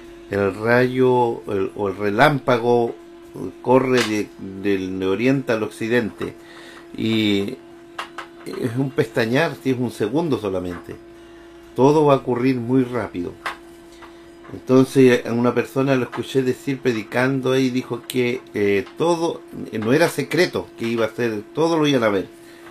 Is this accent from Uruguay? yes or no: no; Chile; nosotros somos el país de Chile